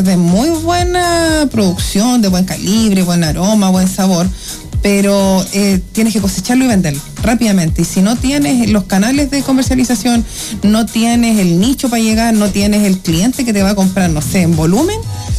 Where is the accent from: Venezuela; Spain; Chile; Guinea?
Chile; Cañete, Biobío; yo que soy de Cañete toda mi vida